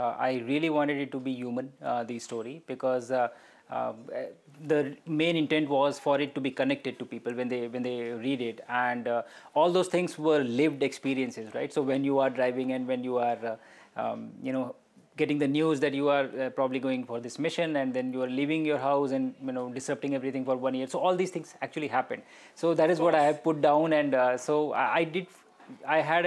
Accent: Lucknow, Uttar Pradesh, India; now in Delhi, India; Then I'm from Lucknow, sitting here in Delhi, right?

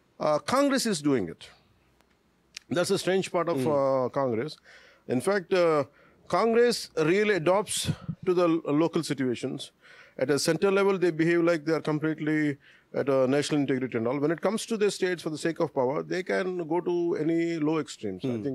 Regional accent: Telangana, India; English is a second language; also born or lived in Chennai; It is in Telangana, and I'm an Indian citizen. I'm a part of Telangana.

